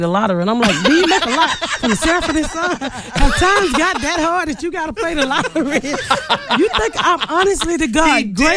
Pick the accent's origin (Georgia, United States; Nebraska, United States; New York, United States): Georgia, United States; I'm from Georgia